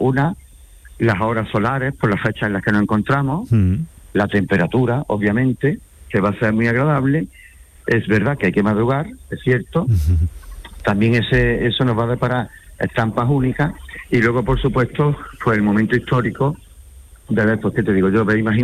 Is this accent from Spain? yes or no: yes; Granada, Andalusia, Spain; Bien sabemos cómo somos los granadinos de carácter